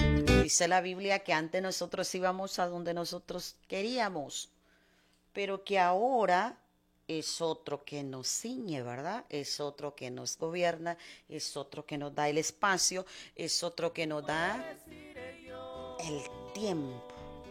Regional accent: San Salvador, El Salvador; moved away as an adult; now in Mercedes Umaña, El Salvador; Yo me crié en San Salvador. En San Salvador me crié, me llevaron para allá desde la edad de unos 8 años, le voy a testificar. Así que allá me quedé en San Salvador y vine para acá ya a una edad ya más avanzadita.

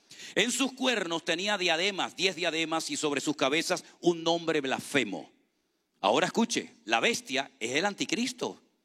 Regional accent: Spain; moved away; a veces puedo yo, como español, utilizar alguna palabra, alguna expresión que a lo mejor puede chocar aquí, pero es que los españoles hablamos así

